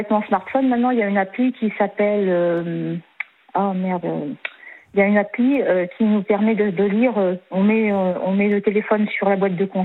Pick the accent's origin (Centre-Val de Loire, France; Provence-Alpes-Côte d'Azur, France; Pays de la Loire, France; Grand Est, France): Pays de la Loire, France; born there; je suis née dans un hôpital de campagne, je suis née en Vendée, moi.